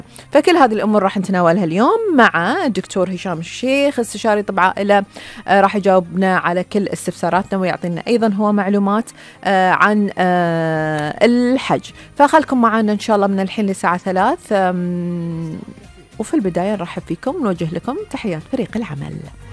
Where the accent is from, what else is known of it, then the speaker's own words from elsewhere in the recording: Bahrain; البحرين ديرتنا